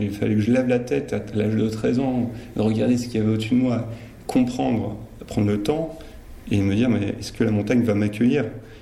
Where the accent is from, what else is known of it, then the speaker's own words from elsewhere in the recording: Provence-Alpes-Côte d'Azur, France; also born or lived in Seine-Maritime; Alors, je suis natif de Seine-Maritime, de Normandie. Mes parents ont été mutés dans les Hautes-Alpes.